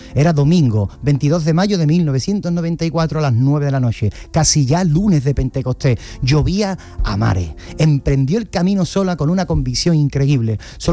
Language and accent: Spanish; Cádiz, Andalusia, Spain; nosotros somos de Cádiz, y entonces no, en Cádiz no nos tocaba